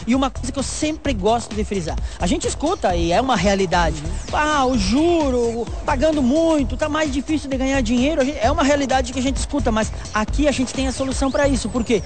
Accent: Brazil; sou brasileiro.

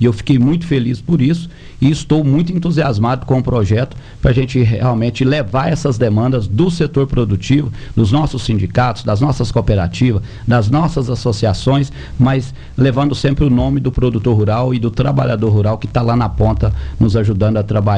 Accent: Nova Ponte, Minas Gerais, Brazil; eu sou de Nova Ponte

